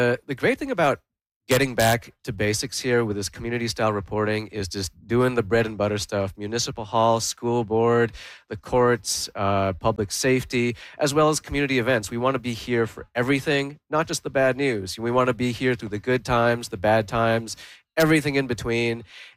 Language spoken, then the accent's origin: English; Richmond, British Columbia, Canada; I grew up in Richmond, and just seeing how the city has changed and progressed and just rapidly become all different new forms of itself